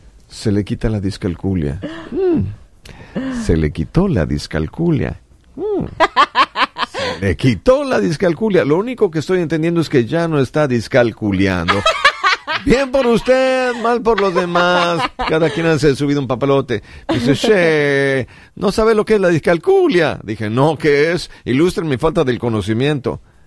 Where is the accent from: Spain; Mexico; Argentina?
Mexico; Culiacán, Sinaloa; A ver, yo vengo de Culiacán y vengo de México y Estados Unidos a Buenos Aires.